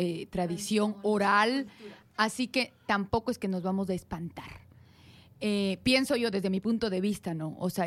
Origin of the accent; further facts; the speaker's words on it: Ecuador; yo soy de Ecuador, y en Ecuador, pues mi familia